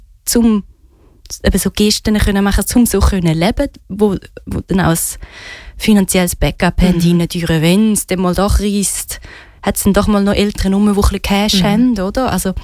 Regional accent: Switzerland; born there

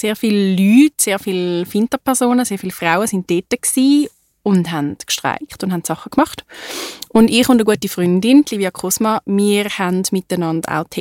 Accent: Winterthur, Zurich, Switzerland; Ich bin in Winterthur geboren.

